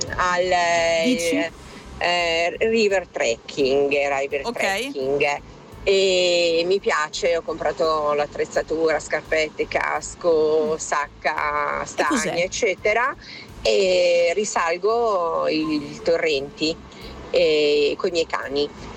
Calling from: Lombardy, Italy; visto che sono anziana, ho iniziato a fare questo. Buona giornata … dalla Val d'Inteldi.

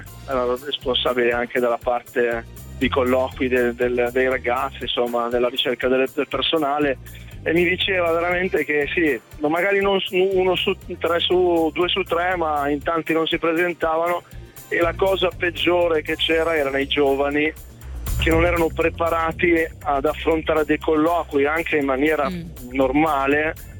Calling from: Reggio Emilia, Emilia-Romagna, Italy; Io chiamo da Reggio Emilia, però sono in autostrada perché lavoro a Milano

